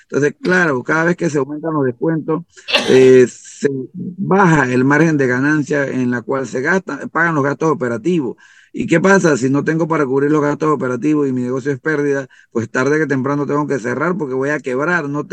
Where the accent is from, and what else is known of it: Panama